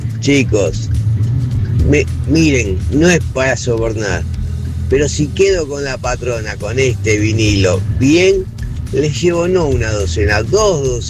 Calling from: Buenos Aires, Argentina; de Floresta

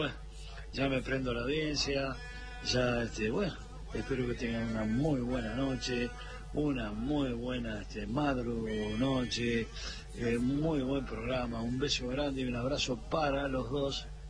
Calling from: Punta Alta, Buenos Aires Province, Argentina; de Punta Alta, sur de la provincia de Buenos Aires.

